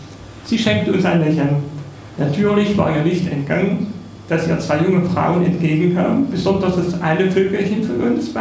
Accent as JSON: {"language": "German", "country": "Germany", "said": "Okay, und ich stamme ja aus Oldeslem."}